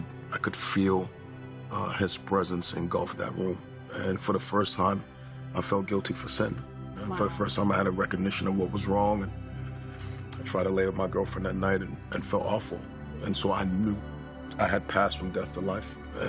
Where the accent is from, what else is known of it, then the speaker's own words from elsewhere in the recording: Queens, New York, United States; Born and raised in Queens, New York. Parents from Trinidad. I was first person in my family born in the U.S.